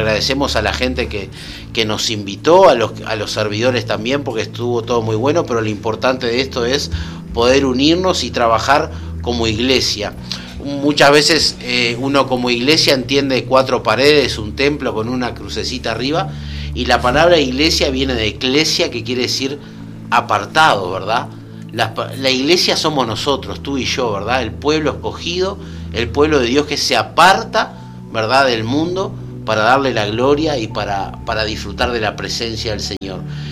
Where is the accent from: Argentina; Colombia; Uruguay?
Uruguay; Montevideo; born there; Yo soy al menos citadino de ciudad. Nací en Montevideo. Trabajo en el interior.